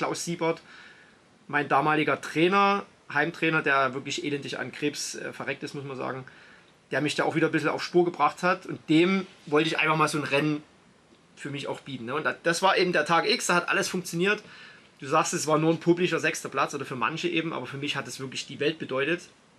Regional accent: Belgium; ich bin als Belgier auf Nummer 1 ins Ziel gekommen

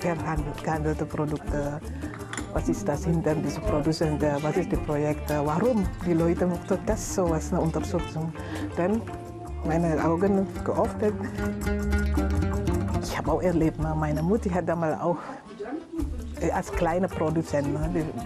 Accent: Indonesia; German is a second language; moved away as an adult; now in Chemnitz, Germany

